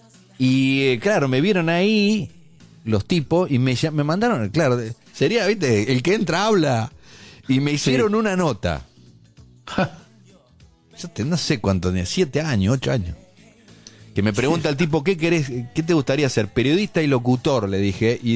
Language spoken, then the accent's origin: Spanish; General La Madrid, Buenos Aires Province, Argentina; moved away; Un pionero de la radio de mi pueblo